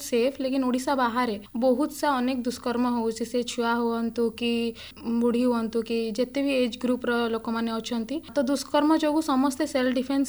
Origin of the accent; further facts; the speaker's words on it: Rourkela, Odisha, India; ମୁଁ steel city ରାଉରକେଲାର, ମୁଁ ଗୋଟେ ଇଣ୍ଟରନ୍ୟାସନାଲ ମେଡାଲିଷ୍ଟ କରାଟେରେ।